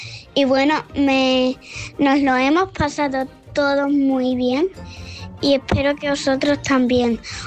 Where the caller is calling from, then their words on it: Huelva, Andalusia, Spain; tengo 7 años y llamo desde Huelva.